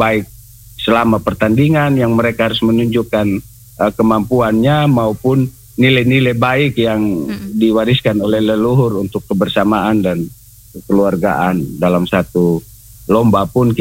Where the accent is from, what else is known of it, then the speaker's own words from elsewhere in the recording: East Nusa Tenggara, Indonesia; sebagai warga Kabupaten ND, Leo, Nage, Sarepawe gitu.